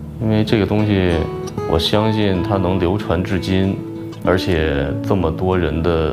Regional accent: Northeast China, China; moved away; 就是在东北我们老家的时候

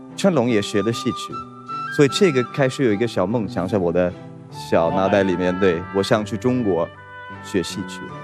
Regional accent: Stockholm, Stockholm County, Sweden; Chinese is a second language; moved away as an adult; also born or lived in Beijing; 我是斯德哥尔摩人。

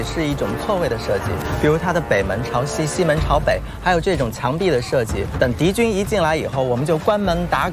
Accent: Huainan, Anhui, China; 欢迎您来到我的家乡淮南

